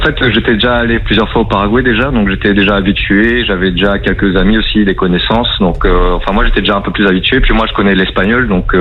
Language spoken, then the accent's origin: French; France; sinon moi je suis français, ouais.